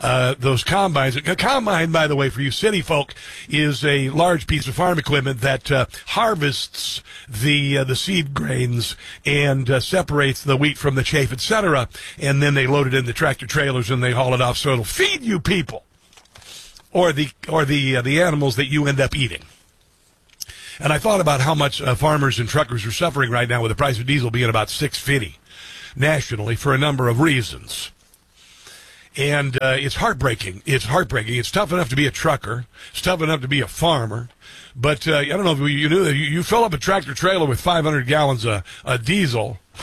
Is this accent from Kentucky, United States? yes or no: no; Iowa, United States; I was remembering growing up in Iowa.